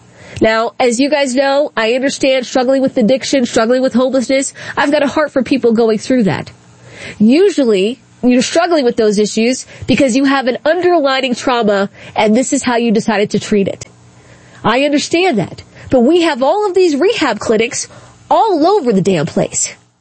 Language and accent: English; Maryland, United States; I grew up in Southern Maryland.